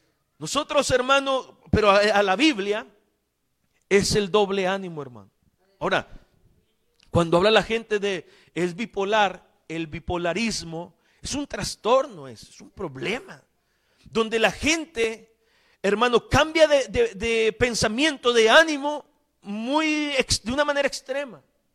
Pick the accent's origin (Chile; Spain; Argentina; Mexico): Mexico; moved away; yo soy mexicano